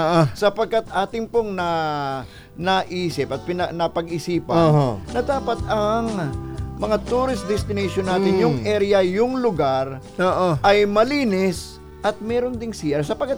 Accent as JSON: {"language": "Tagalog", "town": "Ligao", "region": "Bicol Region", "country": "Philippines", "said": "ako ay taga-Ligaw"}